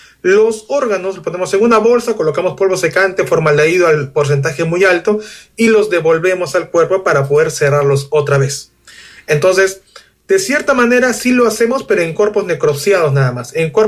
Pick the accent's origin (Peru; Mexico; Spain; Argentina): Peru; soy tanatopraxólogo y soy de Perú.